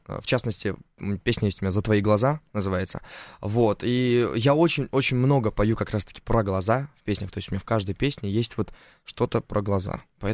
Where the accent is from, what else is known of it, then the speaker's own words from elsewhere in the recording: Uzbekistan; also born or lived in Turkmenistan; now in Moscow, Russia; Я вообще родился в Туркменистане, а вырос в Узбекистане. Но родина для меня Узбекистан, потому что я именно все мое осознанное детство прошло там.